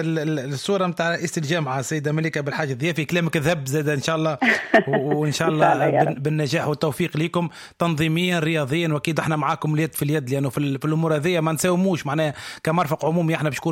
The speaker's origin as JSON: {"language": "Arabic", "country": "Tunisia", "said": "نحكي كتونسي"}